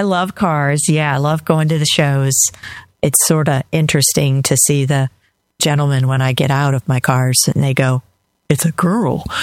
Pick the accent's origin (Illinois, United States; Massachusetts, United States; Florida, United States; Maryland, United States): Florida, United States; St. Pete Beach; I grew up on St. Pete Beach